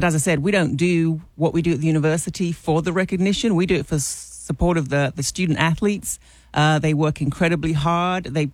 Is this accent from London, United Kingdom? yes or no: yes; London, United Kingdom; now in Arkansas, United States; So, I mean, I'm a transplant to Arkansas. I'm from London originally, if you couldn't tell.